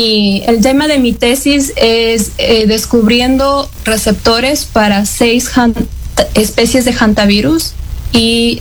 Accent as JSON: {"language": "Spanish", "town": "Quito", "region": "Pichincha", "country": "Ecuador", "lives_now": "United States", "said": "Yo soy de Quito."}